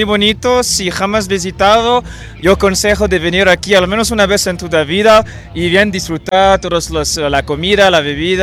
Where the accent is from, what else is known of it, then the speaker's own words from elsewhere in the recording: France; Spanish is a second language; ¿Puedes repetir? Yo soy francés, no entiendo.